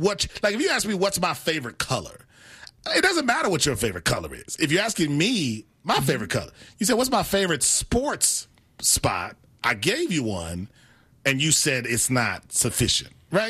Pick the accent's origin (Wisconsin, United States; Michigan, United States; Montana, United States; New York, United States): Wisconsin, United States; Milwaukee; Right, I grew up in Milwaukee.